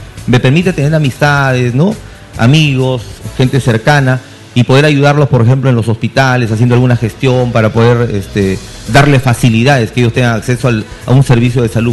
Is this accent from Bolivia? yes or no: no; Compín, La Libertad, Peru